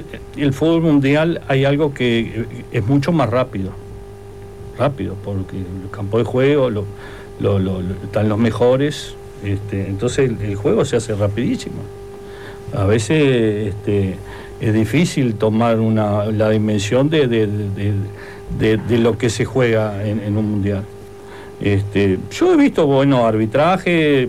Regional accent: Uruguay; me dolió lo de Uruguay, obviamente, como uruguayo.

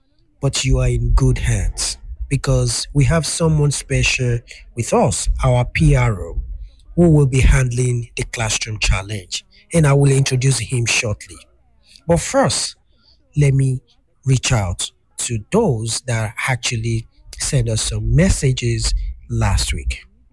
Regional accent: Ibadan, Oyo, Nigeria; Ibadan happens to be my hometown.

